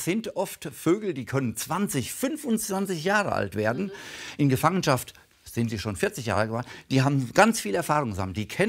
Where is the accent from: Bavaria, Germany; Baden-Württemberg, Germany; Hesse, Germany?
Hesse, Germany; Büttelborn; zum Beispiel Bruchwiesen bei Büttelborn, meiner Heimat.